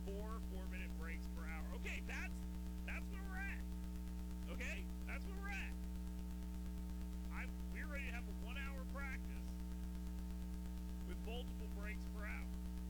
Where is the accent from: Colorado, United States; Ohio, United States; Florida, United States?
Florida, United States; But you guys do know that I grew up in Florida, right? And I rode a school bus, and the school buses did not have AC on.